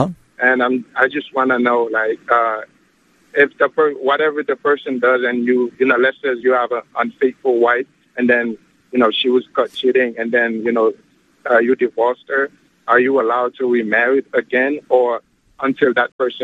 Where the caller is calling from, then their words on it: Irvington, New Jersey, United States; Actually, I'm calling from Irvington, New Jersey.